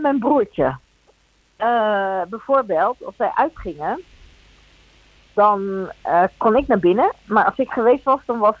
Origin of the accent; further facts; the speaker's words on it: Gouda, South Holland, Netherlands; born there; Dutch is a second language; toen kwamen we eigenlijk in Gouda terecht.